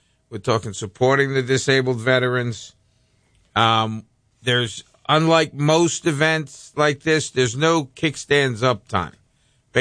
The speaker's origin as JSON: {"language": "English", "town": "New York City", "region": "New York", "country": "United States", "moved": "yes", "said": "I'm originally from Brooklyn"}